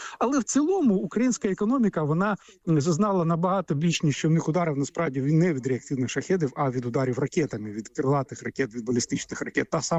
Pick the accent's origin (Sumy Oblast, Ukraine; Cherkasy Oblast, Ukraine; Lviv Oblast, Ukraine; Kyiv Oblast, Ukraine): Sumy Oblast, Ukraine; Sumy; якщо взяти моє рідне місто Суми, якому я був геть недавно.